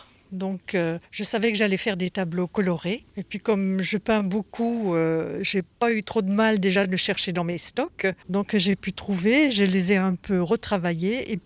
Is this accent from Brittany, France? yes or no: no; Compiègne, Hauts-de-France, France; Non, je suis de Compiègne.